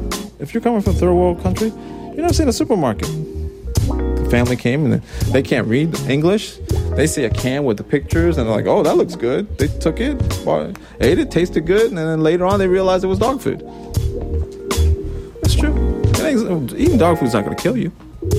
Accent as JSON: {"language": "English", "region": "Maryland", "country": "United States", "tie": "born or raised there", "said": "Because I grew up in Maryland."}